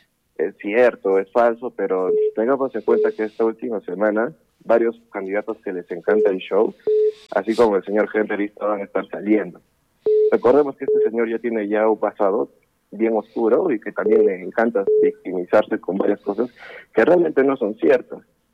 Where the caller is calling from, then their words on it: Arequipa, Peru; Yo soy vecino acá de Anahuara, exactamente de la calle Mití.